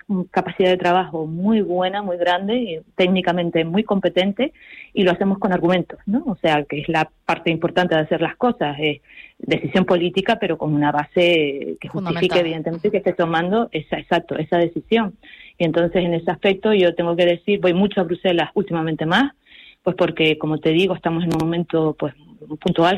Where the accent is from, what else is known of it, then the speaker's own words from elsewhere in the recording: Canary Islands, Spain; ya como española y como canaria